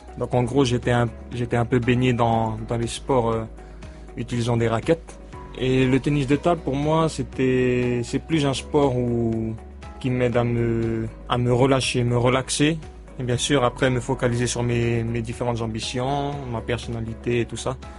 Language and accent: French; Shefa, Vanuatu; je suis originaire des Fatés, principalement du village des Raccords. J'ai 22 ans.